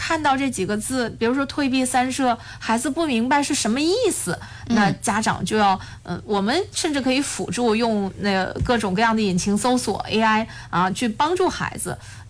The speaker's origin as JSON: {"language": "Chinese", "country": "China", "said": "我们中国人"}